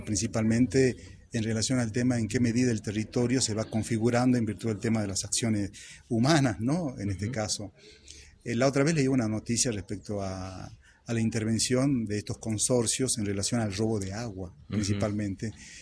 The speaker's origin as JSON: {"language": "Spanish", "town": "Seville", "region": "Andalusia", "country": "Spain", "said": "conocer aspectos que forman parte de nuestra propia identidad como sevillanos, ¿no?"}